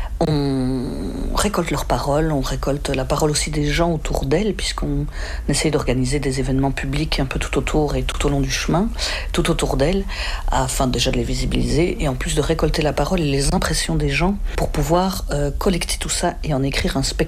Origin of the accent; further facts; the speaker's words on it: Belgium; now in Gembloux, Belgium; je suis belge, j'habite à Gembloux, dans la province de Namur